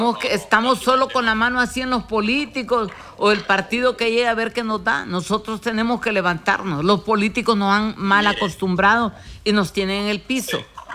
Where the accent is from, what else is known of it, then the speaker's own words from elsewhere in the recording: Honduras; los problemas que nosotros tenemos, individuales, como hondureños, como familia, son graves.